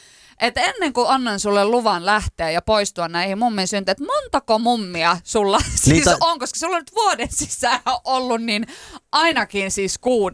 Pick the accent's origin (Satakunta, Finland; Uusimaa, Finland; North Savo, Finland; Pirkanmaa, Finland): North Savo, Finland; Pielavesi; Pielavesi on pieni paikkakunta, mistä mä oon kotoisin, 4000 asukasta